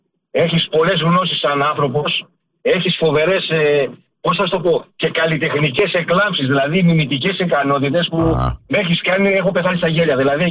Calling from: Greece; και εμείς νιώθουμε πράγματα ως Έλληνες πατριώτες

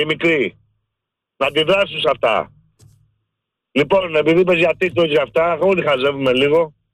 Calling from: Acharnes, Attica, Greece; από Αχαρνέ

